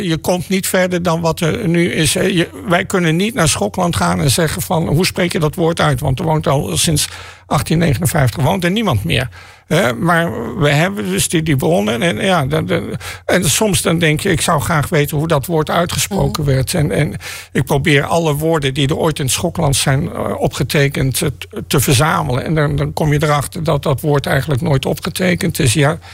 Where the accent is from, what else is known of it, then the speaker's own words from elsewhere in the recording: Vollenhoven, Overijssel, Netherlands; He, maar als ik kom zelf uit Vollenhoven. En wij zijn dus voor een vuist een vuust.